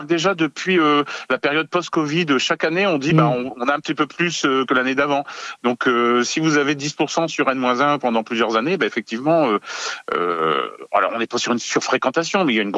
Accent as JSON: {"language": "French", "region": "Hauts-de-France", "country": "France", "said": "chez nous, dans le Nord"}